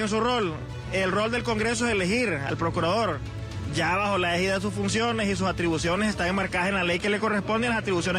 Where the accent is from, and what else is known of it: Honduras